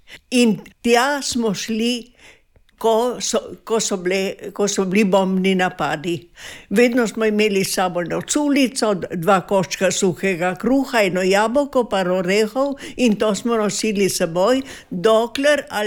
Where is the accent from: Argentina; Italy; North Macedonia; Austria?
Italy; Boršt, Friuli-Venezia Giulia; now in Milje, Italy; Jaz sem doma iz Boršta. Jaz sem Boštanka in Boršt imam še zmeraj zelo rada, čeprav sem tukaj že dosti let.